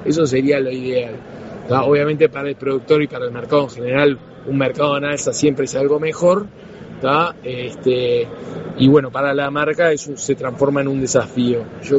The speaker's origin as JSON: {"language": "Spanish", "country": "Uruguay", "said": "somos uruguayos, pues somos patriotas"}